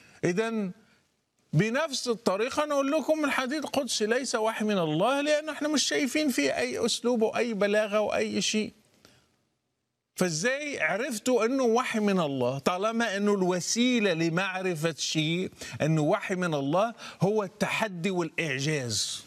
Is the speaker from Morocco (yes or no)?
yes; Morocco; بس احنا كمغاربة هتلاقي في المغرب اللي بيسمى المغرب العربي ما بنعترفش بالإعجام بالذال المعجمة ولا بالضاد المعجمة